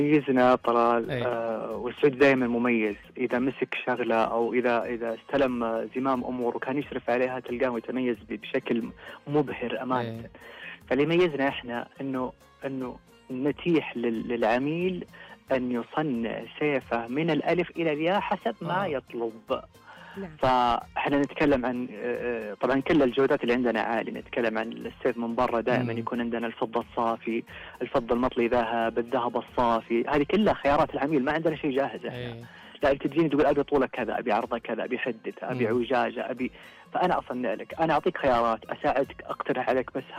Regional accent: southern Saudi Arabia, Saudi Arabia

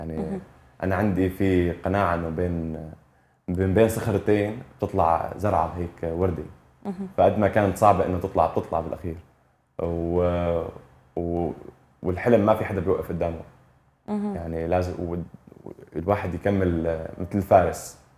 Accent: Syria; وبالاول والاخير نحن ناس قبل ما نكون لاجئين. فهي الفكره انه حابب اوضحها كمان هنيك وهون بكل مكان، نحن كسوريين ما لنا اقل من حدا

